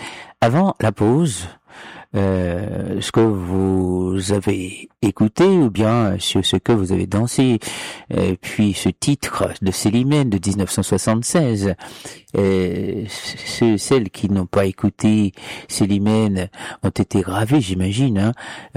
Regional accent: Jacmel, Sud-Est, Haiti; c'est ce que j'écoutais dans ma ville natale à Jacmel.

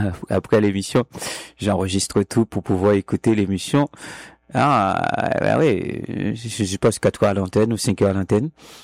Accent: Haiti; J'étais toujours impressionné d'aller alors que j'ai la mer partout chez moi en Haïti.

